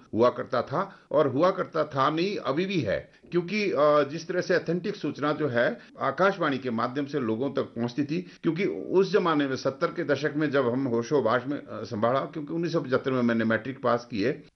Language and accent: Hindi; Sirmaur district, Himachal Pradesh, India; मैं सिरमौर जिला के बहुत ही जिसको गिरिपार का क्षेत्र कहते हैं पिछड़ा इलाका है, संगढ़ा विकास खंड में एक गाँव पड़ता है अरट, वहाँ का निवासी हूँ।